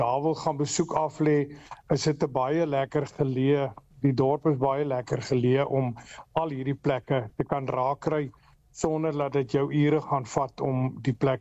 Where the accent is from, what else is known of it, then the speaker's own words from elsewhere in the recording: Despatch, Eastern Cape, South Africa; ek is gebore en getoe op Dispatch. Ek wil nou nie sê hoe lank ek hier bly nie, want dan gaan ek die dorp ontwerp. Ja? Maar nee, ek is 'n baie groot Dispatcher.